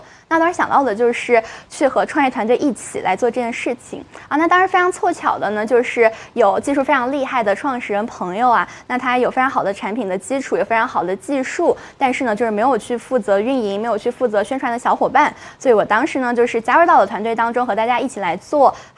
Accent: Mangshi, Yunnan, China; 知道了德宏，知道了芒市，知道了我的家乡。

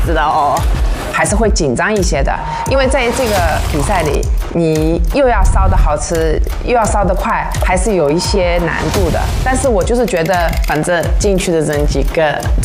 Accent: Italy; 我是一个在意大利出生长大的中国人

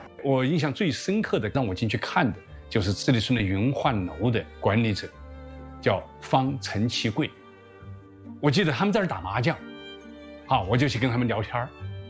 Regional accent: northern China, China; moved away as an adult; 我是一个北方人，开平话和台山话我们听起来特别吃力。

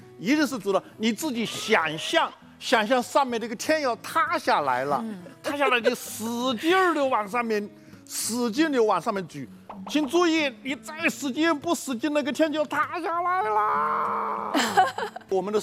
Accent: Hubei, China; moved away; 你看到我这次我回湖北竹溪啊，我竹溪不是我的老家，我说湖北是我老家，我到竹溪去。

